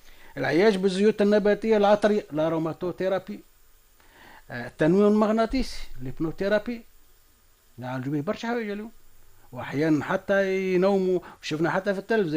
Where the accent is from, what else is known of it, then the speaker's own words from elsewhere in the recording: Tunisia; موجود عندنا في تونس